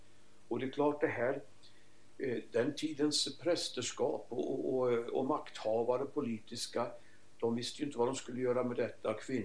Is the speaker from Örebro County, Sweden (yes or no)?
yes; Örebro County, Sweden; Närke, det här är min hembygd. Vi sitter här i Närke nu, mina hembygder.